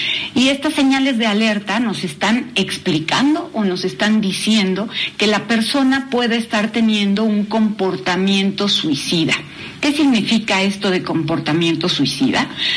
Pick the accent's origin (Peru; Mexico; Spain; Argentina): Mexico